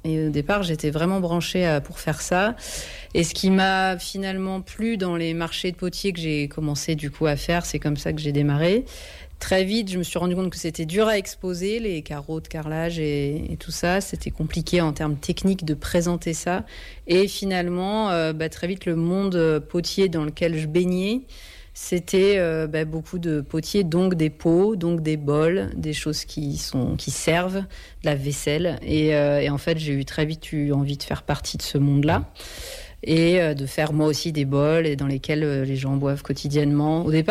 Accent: Reims, Grand Est, France; moi, je suis originaire de Reims.

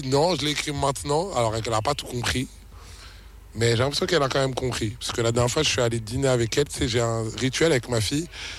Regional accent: Kinshasa, DR Congo; born there; now in Abidjan, Côte d'Ivoire; Moi, j'habite à Abidjan, je suis né à Kinshasa

